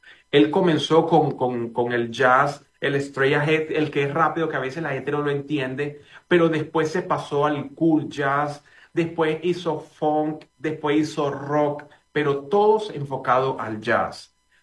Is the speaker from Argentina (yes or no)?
no; Caracas, Capital District, Venezuela; now in United States; yo soy de Caracas, mis padres están allá.